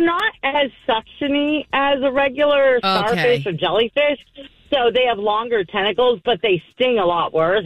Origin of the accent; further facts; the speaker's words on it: Florida, United States; So I grew up in Florida